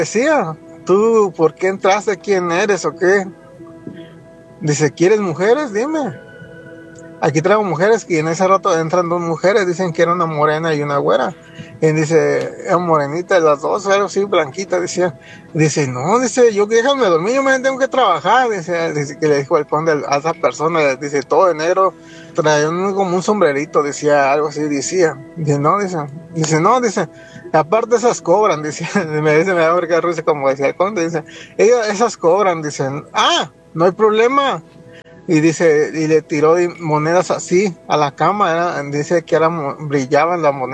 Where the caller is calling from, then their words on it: Las Vegas, Nevada, United States; de Las Vegas.